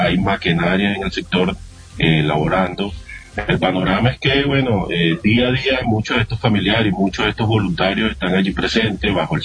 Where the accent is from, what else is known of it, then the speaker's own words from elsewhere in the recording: Venezuela; porque a nosotros como venezolanos nos caracteriza esto